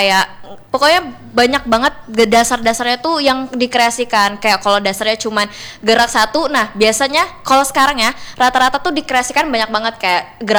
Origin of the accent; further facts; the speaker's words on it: East Kalimantan, Indonesia; Dari Kalimantan Timur.